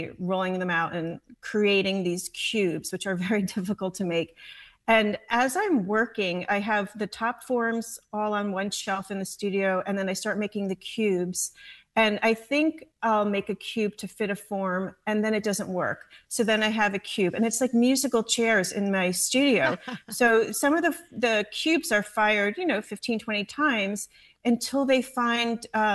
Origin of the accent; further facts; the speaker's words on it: New York, United States; What's great about growing up in the East Village also and having two children is our kids went to a school where most of the parents were artists.